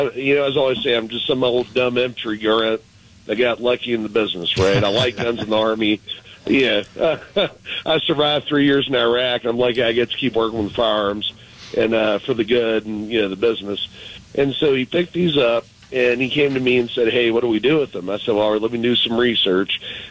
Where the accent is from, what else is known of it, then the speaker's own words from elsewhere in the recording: Louisiana, United States; I don't have steak money. I'm Cajun. I got red beans and rice money.